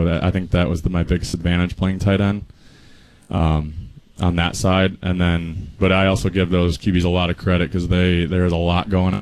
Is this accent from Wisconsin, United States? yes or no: yes; Eagle, Wisconsin, United States; also born or lived in Illinois; And I was born in Illinois and then moved up to Wisconsin at 2 years old, so I spent majority of my life in Wisconsin